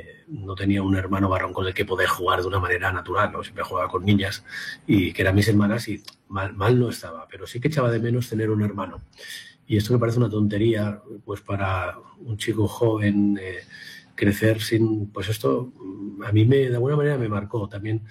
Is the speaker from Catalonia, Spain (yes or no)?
yes; Barcelona, Catalonia, Spain; 42 años, ahora en octubre cumpliré 43 y soy de Barcelona